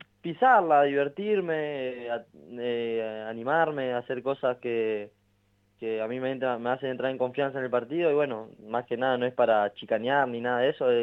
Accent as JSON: {"language": "Spanish", "region": "Santa Fe", "country": "Argentina", "also_born_or_lived": "Dos Hermanas, Andalusia, Spain", "said": "Soy de Santa Fe."}